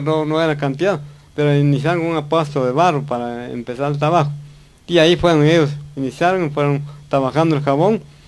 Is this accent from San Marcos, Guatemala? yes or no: yes; San Marcos, Guatemala; vengo de San Isidro Chamac, una aldea